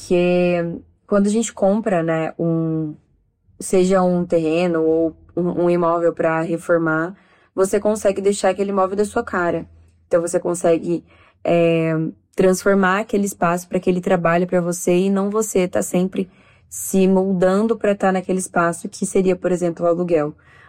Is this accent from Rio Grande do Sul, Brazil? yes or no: no; Uberlândia, Minas Gerais, Brazil; eu tenho 23 anos, sou de Uberlândia, Minas Gerais